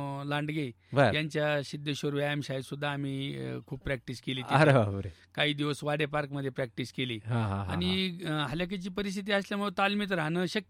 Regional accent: Pimpalgaon Ujjaini, Maharashtra, India; मी पिंपळगाव उज्जैन येथील रहिवाशी असून मी पिंपळगाव उज्जैन येथे 10th शिक्षण घेतलं.

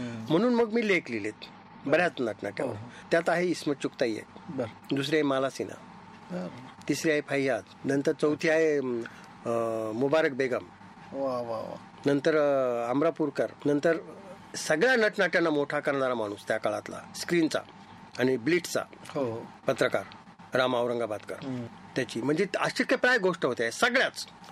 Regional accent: Pune, Maharashtra, India; नंतर मग एक सिनेमा आला माझ्याकडे पुण्यातला, माझं माहेर.

